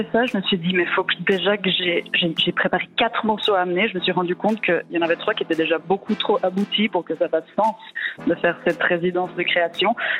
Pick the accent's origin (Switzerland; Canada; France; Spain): Switzerland; La Chaux-de-Fonds, Neuchâtel; Bah, moi je viens de la Chaux-de-Fonds, donc je pense à Hummus Records